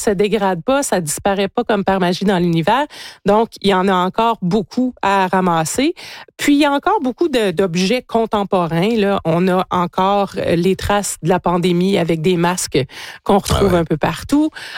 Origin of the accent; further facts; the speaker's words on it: Rimouski, Quebec, Canada; Donc, puis nous, à Rimouski, moi, je viens de Rimouski, notre triste signature régionale, c'est des carcasses de voitures.